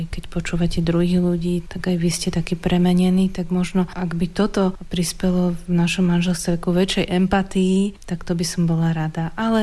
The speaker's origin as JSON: {"language": "Slovak", "town": "Bratislava", "region": "Bratislava Region", "country": "Slovakia", "said": "A my sme obidvaja zo západu z Bratislavy a tam trošku je taká iná mentalita"}